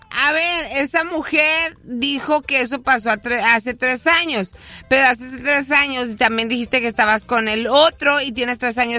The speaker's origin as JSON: {"language": "Spanish", "region": "Chiapas", "country": "Mexico", "said": "Yo también soy de Chiapas."}